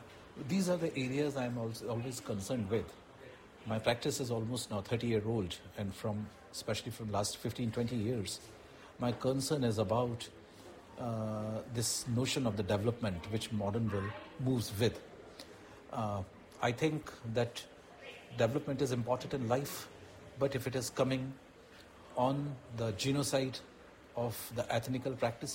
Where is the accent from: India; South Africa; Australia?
India; I'm an artist from India. I live in Delhi